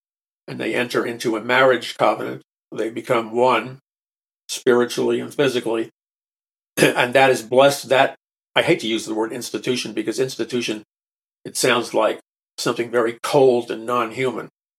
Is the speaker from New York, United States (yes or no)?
yes; New York City, New York, United States; born or raised there